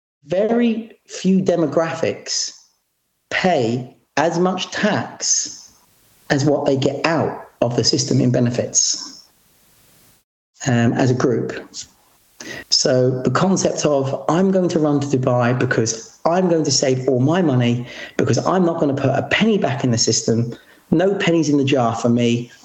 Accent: United Kingdom

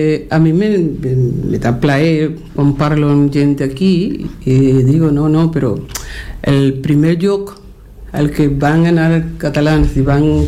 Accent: Guantánamo, Cuba; also born or lived in Havana; Bueno, jo vaig néixer a Guantánamo, però després, quan comencé a estudiar la secundària, l'universitària, el preuniversitari, tot això, l'institut, tot això, me va desplaçar a l'Havana.

